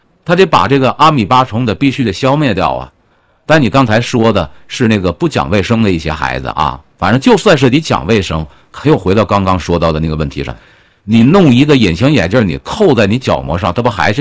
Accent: Northeast China, China; 我记得小时候在东北啊

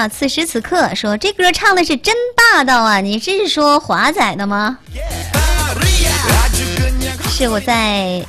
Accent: Northeast China, China; 咱们东北人说的那个馅裤啊

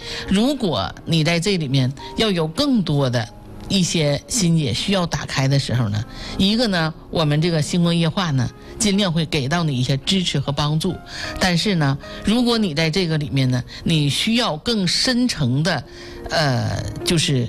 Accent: China

